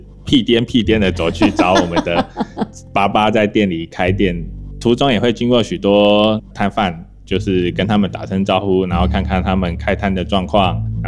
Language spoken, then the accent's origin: Chinese; Taipei, Taiwan; 其实我就读的国小就在夜市的旁边，所以我小时候放学的时候出来就看到整条的宁夏夜市。那时候我们的店还在蓬莱国小的旁边，